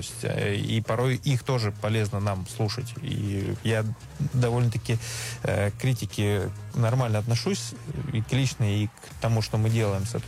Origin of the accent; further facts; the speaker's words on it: Ural, Russia; я тоже с Урала